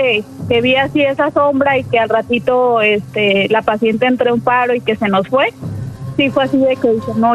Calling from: Guadalajara, Jalisco, Mexico; De Guadalajara.

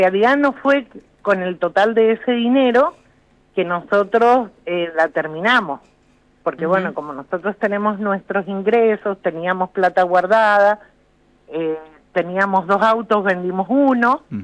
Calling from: Rivadavia, Mendoza, Argentina; nosotros somos del este, de Rivadavia.

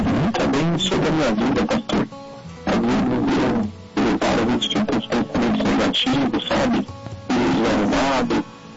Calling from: São Paulo, Brazil; Eu falo da Zona Sul de São Paulo.

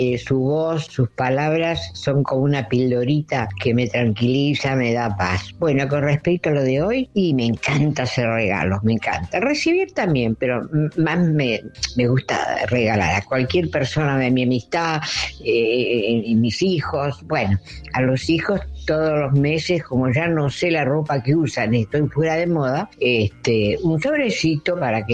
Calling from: Tigre, Buenos Aires Province, Argentina; de Tigre.

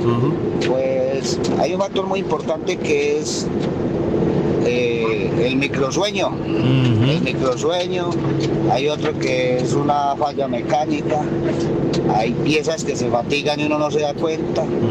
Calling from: Valle del Cauca, Colombia; de el Valle del Cauca.

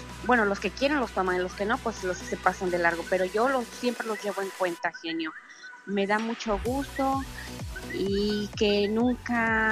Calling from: New York, United States; Soy de Nueva York

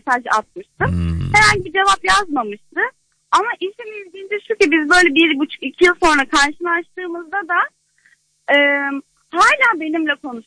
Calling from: Ankara, Turkey; Ankara'dan arıyorum.

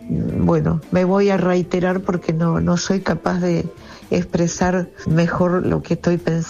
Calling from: Buenos Aires, Argentina; de Villa del Parque.

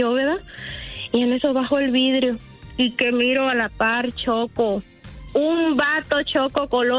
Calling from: Maryland, United States; Desde Maryland

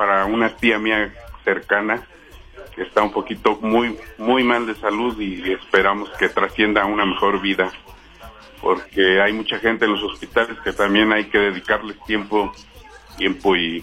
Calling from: Tenancingo, State of Mexico, Mexico; Municipio de Tenancingo, Estado de México.

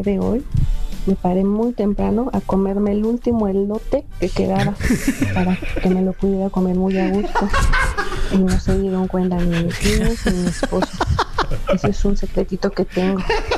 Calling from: Nicolás Romero, State of Mexico, Mexico; los escucho desde Nicolás Romero.

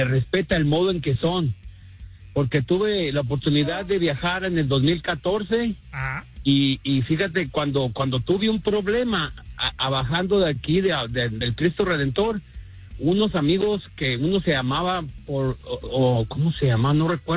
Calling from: Tijuana, Baja California, Mexico; de Tijuana. Otra vez de Tijuana.

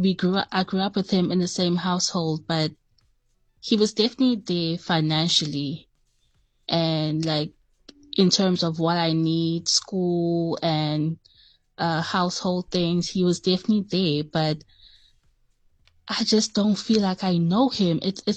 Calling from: Durban, KwaZulu-Natal, South Africa; but I'm from Durban, though.

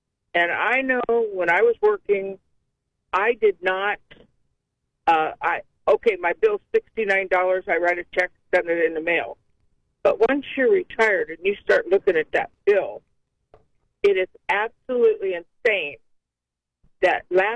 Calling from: North Canton, Ohio, United States; I'm from North Canton

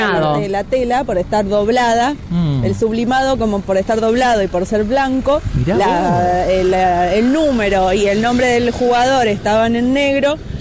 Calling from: Rosario, Santa Fe, Argentina

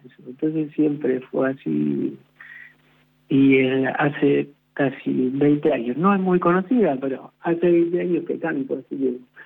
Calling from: La Plata, Buenos Aires Province, Argentina; tengo 44 años, vivo en La Plata.

